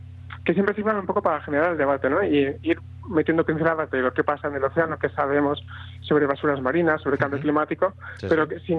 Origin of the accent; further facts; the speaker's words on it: Ebro Delta, Tarragona, Catalonia, Spain; soy del Delta del Ebro, de Tarragona, es una zona preciosa